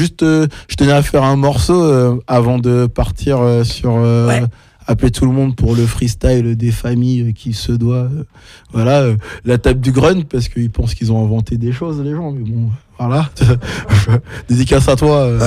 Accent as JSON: {"language": "French", "country": "France", "said": "qui parle de mon pays, parce que des fois, faut en parler. Ouais, je suis français, ouais."}